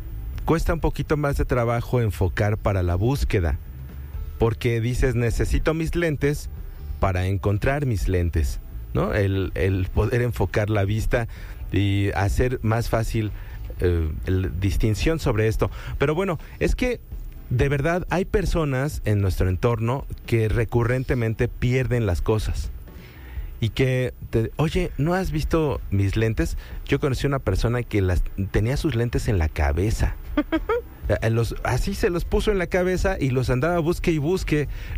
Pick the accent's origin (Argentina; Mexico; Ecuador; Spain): Mexico; sabes cómo somos los mexicanos